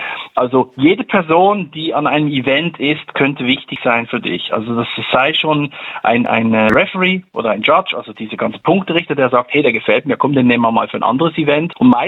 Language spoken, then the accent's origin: German; Switzerland; bei uns in der Schweiz, ich bin ja Schweizer